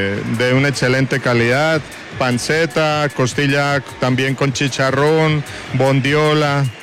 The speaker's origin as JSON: {"language": "Spanish", "town": "Ramiriquí", "region": "Boyacá", "country": "Colombia", "tie": "born there", "moved": "yes", "lives_now": "Jenesano, Colombia", "said": "Nací en Ramiriquí, mi familia de Tibana y vivo en Genesano."}